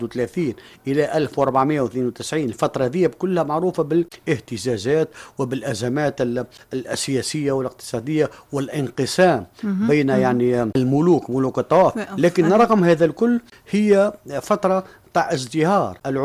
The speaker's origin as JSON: {"language": "Arabic", "country": "Tunisia", "said": "في تونس مثلا، نقولها كتونسي،"}